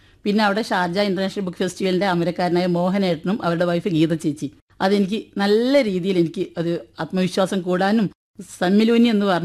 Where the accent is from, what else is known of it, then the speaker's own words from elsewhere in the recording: Kozhikode, Kerala, India; ഞാൻ കോഴിക്കോട്ടുകാരിയാണ്